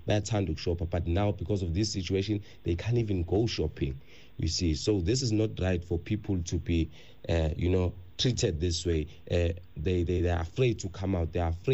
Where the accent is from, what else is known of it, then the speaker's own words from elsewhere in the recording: South Africa; I know I'm a South African. I feel South African.